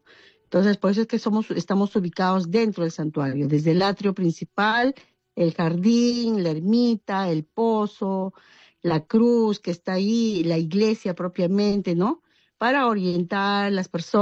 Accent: Peru

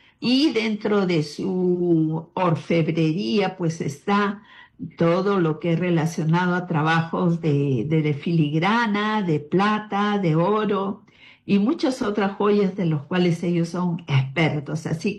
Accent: Catacaos, Piura, Peru; Yo soy de Catacaos.

